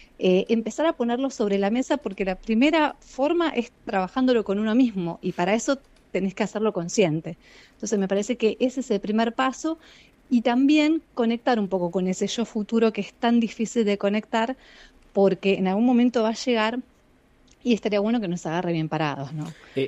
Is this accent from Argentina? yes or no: yes; Argentina; yo soy argentina, viví toda mi vida en Argentina